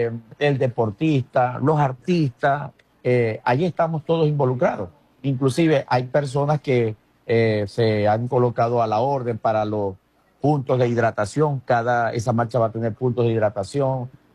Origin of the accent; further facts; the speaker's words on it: Venezuela; Somos venezolanos y aquí estamos haciendo esta marcha por Venezuela